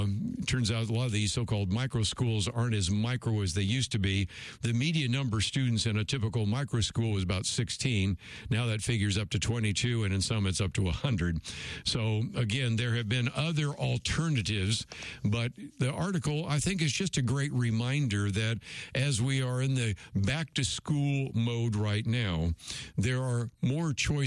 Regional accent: the Bay Area, California, United States; I grew up in the Bay Area

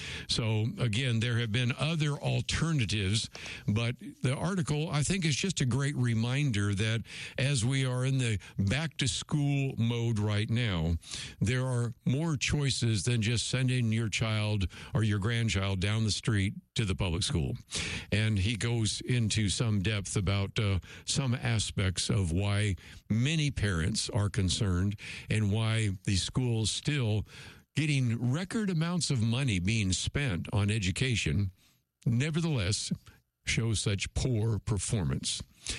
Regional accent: California, United States; I grew up in the Bay Area, so I know this only so well

